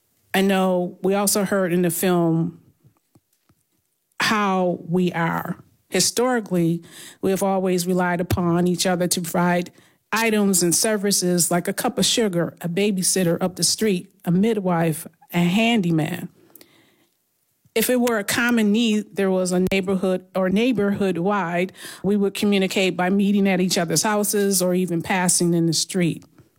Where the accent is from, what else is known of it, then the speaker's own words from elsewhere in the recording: Buffalo, New York, United States; I grew up in Buffalo in the 70s and 80s.